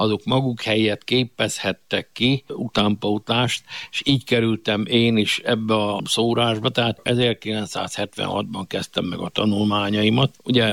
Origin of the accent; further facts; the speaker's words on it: Hut, Zakarpattia Oblast, Ukraine; also born or lived in Uzhhorod / Berehove; Kárpátalja Beregszász járás Gut községében születtem. Amikor bevégeztem a 8 általános iskolát, akkor utána Ungvár a 43-as számú faipari szakközépiskolába műbútorasztalosnak tanultam.